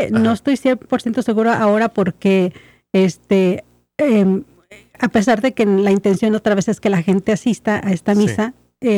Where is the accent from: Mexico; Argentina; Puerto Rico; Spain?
Mexico; Y yo, como buena mexicana, digo, pues, burritos y tamales.